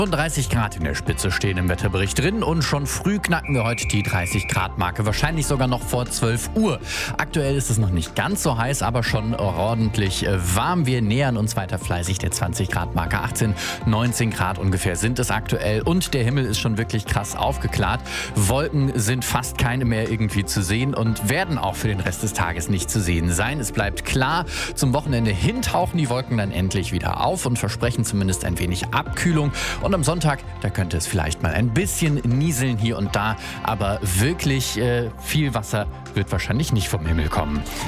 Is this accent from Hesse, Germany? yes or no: no; Mönchengladbach, North Rhine-Westphalia, Germany; der Spielplatz meiner Kindheit hier in Gladbach